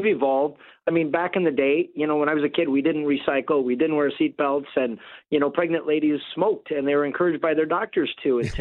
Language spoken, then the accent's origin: English; Canada